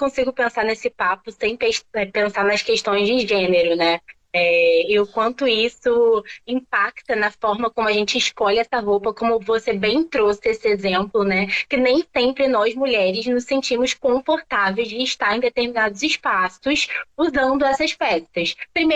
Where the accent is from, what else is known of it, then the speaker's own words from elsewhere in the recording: Rio de Janeiro, Brazil; Eu sou aqui do Rio de Janeiro, da Zona Oeste, mais especificamente de Bangu.